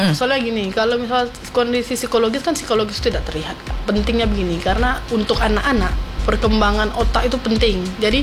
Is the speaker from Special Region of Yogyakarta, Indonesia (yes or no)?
no; Padang, West Sumatra, Indonesia; sebagai orang Padang